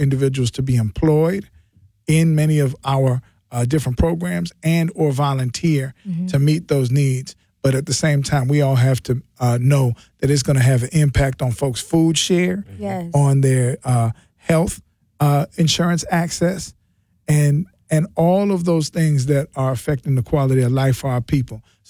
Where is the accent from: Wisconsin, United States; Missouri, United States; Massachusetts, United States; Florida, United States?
Wisconsin, United States; And we're from Wisconsin